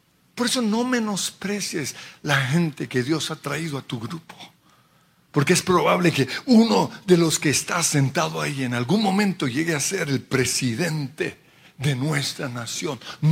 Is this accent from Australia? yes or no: yes; Australia; Porque yo nací en un pueblito en Australia que ni siquiera yo conozco. Yo fui levantado en medio de niños aborígenes